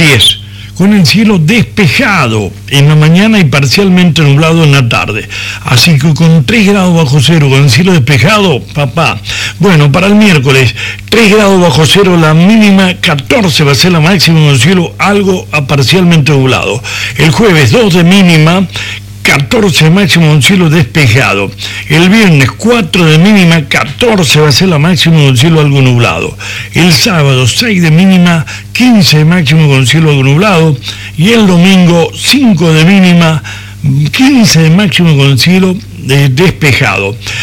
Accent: Argentina

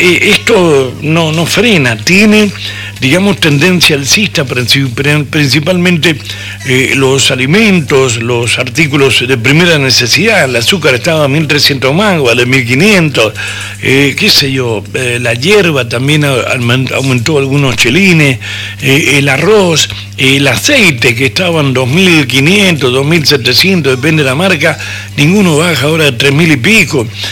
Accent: Argentina

